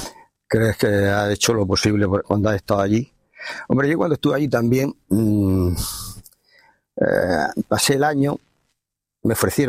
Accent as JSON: {"language": "Spanish", "region": "Basque Country", "country": "Spain", "said": "Euskadi. Entonces, yo ya lo vi un poco venir. Entonces yo decidí irme a mi tierra, que es donde tenía que hacer. Mi vocación debe ser a Guardia Civil, y yo mi trabajo quería desempeñarlo en mi tierra, no en otro sitio."}